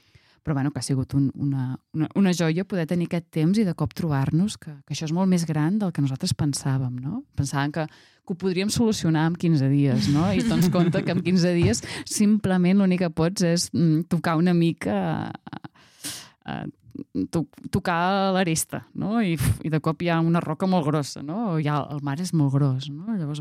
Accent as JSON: {"language": "Catalan", "region": "Catalonia", "country": "Spain", "said": "I jo vinc de Costa Brava. De Costa Brava."}